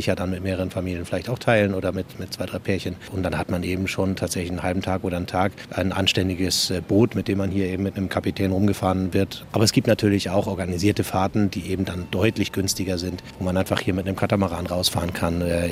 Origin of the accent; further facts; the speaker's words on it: Flensburg, Schleswig-Holstein, Germany; now in Mallorca, Spain; Ja, das ist Norddeutsch. Ja, ich komme ursprünglich aus dem Norden, aus Flensburg.